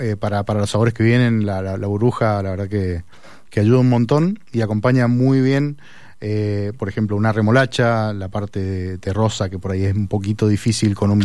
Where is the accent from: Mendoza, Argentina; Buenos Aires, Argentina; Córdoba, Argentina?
Mendoza, Argentina; Tunuyán; Sí, sí, vivo. Ajá. En Tunuyán, sí. Nacido y criado ahí